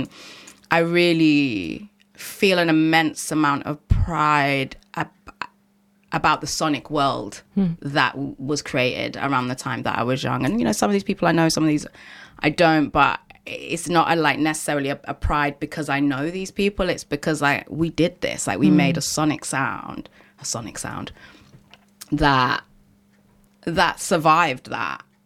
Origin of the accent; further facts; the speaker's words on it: London, United Kingdom; I know I grew up at a time when London was extraordinarily segregated.